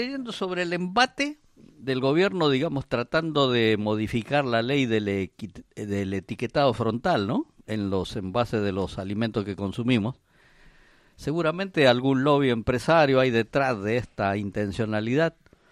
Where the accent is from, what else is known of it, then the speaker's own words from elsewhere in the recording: Peru; Nosotros somos peruanos, nos gusta la comida fuerte, bien picante, condimentada, sí.